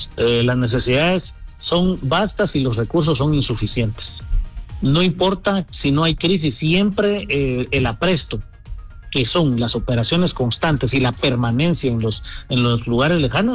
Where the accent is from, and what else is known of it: Guatemala